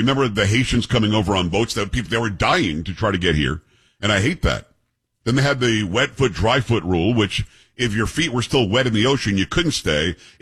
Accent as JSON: {"language": "English", "region": "Florida", "country": "United States", "tie": "born or raised there"}